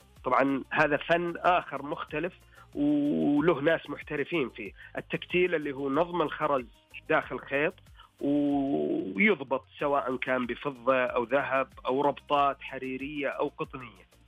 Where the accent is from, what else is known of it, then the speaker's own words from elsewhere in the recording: Saudi Arabia; حنا عندنا بالسعودية